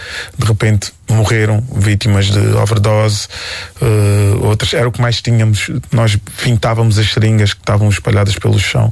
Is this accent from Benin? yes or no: no; Quarteira, Algarve, Portugal; moved away as an adult; now in Lisbon, Portugal; Já disse, não, eu sou de Quarteira.